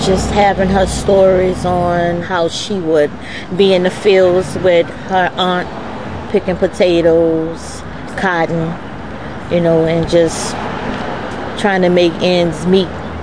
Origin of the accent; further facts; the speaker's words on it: New Orleans, Louisiana, United States; I'm born and raised in the Ninth Ward, and I have four siblings that was also raised in the Ninth Ward.